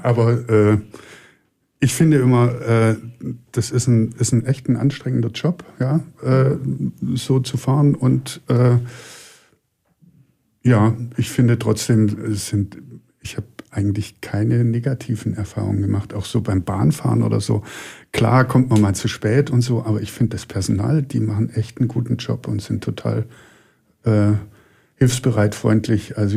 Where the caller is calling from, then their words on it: Bad Berka, Thuringia, Germany; Bei uns in Bad Berka war es neblig und da war es schön rauszufahren und zu sehen, dass die Sonne scheint.